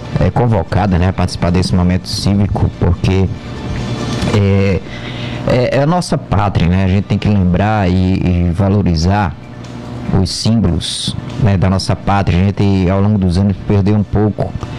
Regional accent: Brazil; nós somos brasileiros

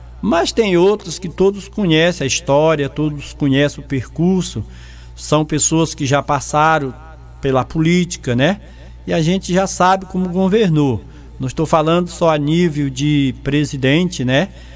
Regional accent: Brazil; nós, como brasileiros

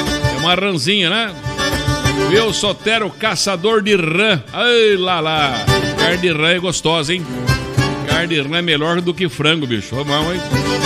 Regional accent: Jaú, São Paulo, Brazil; Jaú, minha cidade natal

